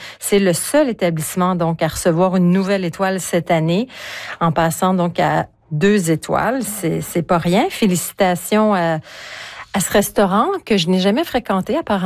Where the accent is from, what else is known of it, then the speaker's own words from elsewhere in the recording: Quebec, Canada; Parce que quand on est Québécois, le sirop d'érable, ça nous coule dans les veines. Donc, j'avais une attache émotive.